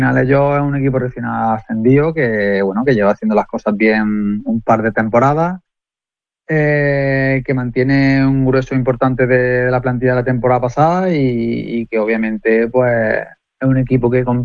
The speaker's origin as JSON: {"language": "Spanish", "town": "Lucena", "region": "Andalusia", "country": "Spain", "said": "yo soy de aquí de Lucena"}